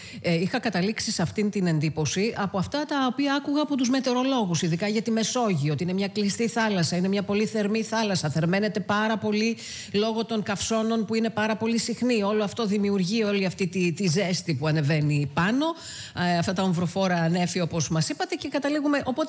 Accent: Crete, Greece; μου θυμίζει όταν ήμουν μικρή στην Κρήτη, στο χωριό του μπαμπά μου

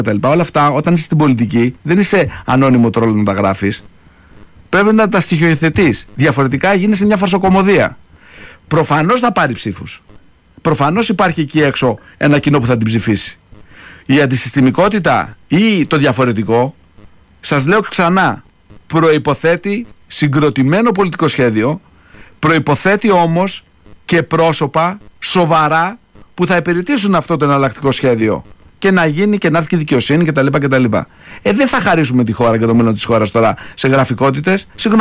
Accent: Greece; Εγώ δεν είμαι ούτε φιλορώσος ούτε φιλοαμερικάνος. Είμαι Έλληνας.

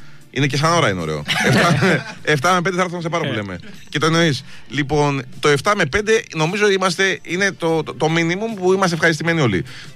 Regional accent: Greece; εγώ που είμαι Έλληνας

